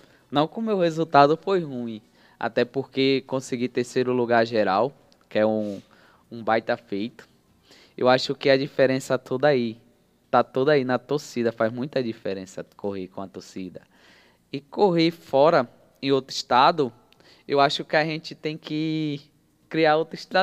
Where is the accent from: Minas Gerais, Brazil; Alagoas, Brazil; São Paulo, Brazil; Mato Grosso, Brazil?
Alagoas, Brazil; Maceió; moved away; Maceió, minha cidade natal